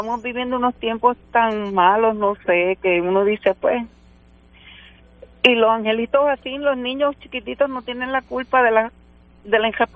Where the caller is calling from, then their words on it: San Germán, Puerto Rico; Soy de San Germán